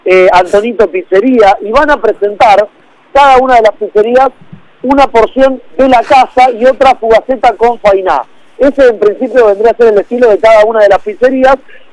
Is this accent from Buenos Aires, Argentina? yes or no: yes; Buenos Aires, Argentina; Yo me crié en Flores.